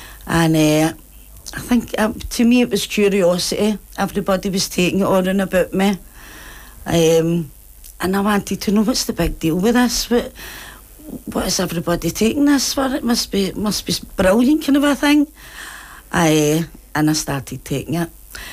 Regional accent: Glasgow, Scotland, United Kingdom; I'm from Easterhouse there, and I've been in addiction for 26 years.

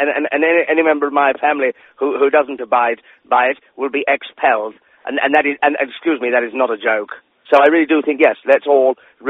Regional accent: England, United Kingdom; I'm English. Yeah. English stock, born, bred, prime.

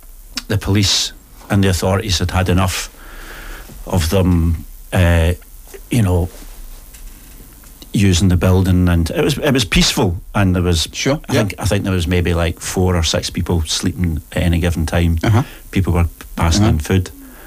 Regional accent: Glasgow, Scotland, United Kingdom; So I grew up on Queen's Drive, and went to Battlefield Primary and went to state school.

